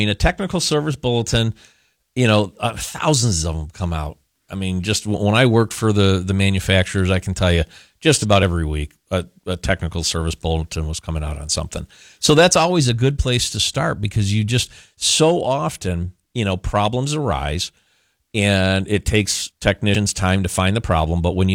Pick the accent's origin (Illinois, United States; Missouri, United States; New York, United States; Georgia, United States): New York, United States; Skaneateles; I grew up in Skinny Atlas.